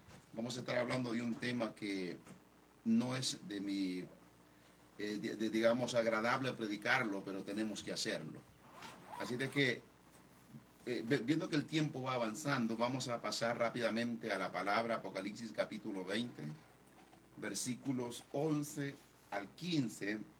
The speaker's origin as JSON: {"language": "Spanish", "town": "Conchagua", "region": "La Unión", "country": "El Salvador", "tie": "born or raised there", "moved": "yes", "lives_now": "Laurel, Maryland, United States", "said": "soy oriundo de El Salvador, del Departamento de la Unión, municipio de Conchagua. Y les saludamos desde Estados Unidos, desde el estado de Maryland, del área de acá del Laurel."}